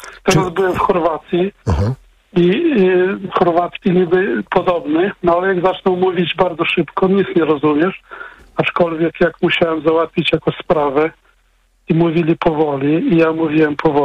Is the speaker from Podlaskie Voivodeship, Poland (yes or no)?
yes; Podlaskie Voivodeship, Poland; now in Białystok, Poland; u nas na Podlasiu jest tak, że prawie w każdej wsi trochę inaczej się mówi, bo tam w okolicach Hajnówki to bardziej słowa ukraińskie, a tutaj powiedzmy w okolicach Białegostoku, Sokółki, no to bardziej słowa może z białoruskiego.